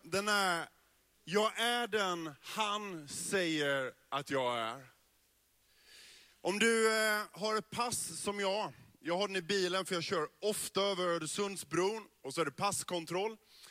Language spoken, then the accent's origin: Swedish; Bredaryd, Jönköping County, Sweden; born there; Och så får man veta att jag är född i Bredaryd.